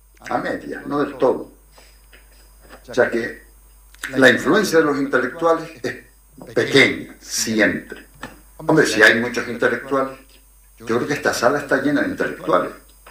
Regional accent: Canary Islands, Spain; Ni como canario, ni como generación del 68, ni como de izquierda, ni de nada, ¿no?

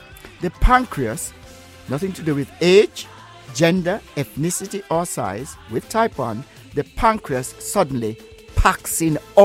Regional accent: Jamaica; now in United Kingdom; when I was growing up in Jamaica, we had something called fried dumpling or Johnny cake.

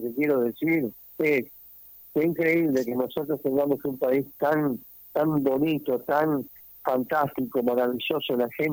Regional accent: Uruguay; ¿usted es uruguayo? Sí, le digo.

